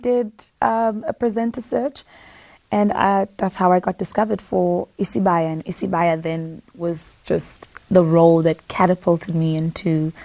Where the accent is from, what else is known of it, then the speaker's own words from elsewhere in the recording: Durban, KwaZulu-Natal, South Africa; I grew up in Durban. I was raised by my paternal grandmother